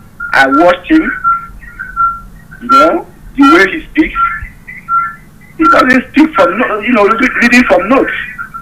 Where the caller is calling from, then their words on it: Jos, Plateau, Nigeria; I'm calling from Jos Plateau, Nigeria.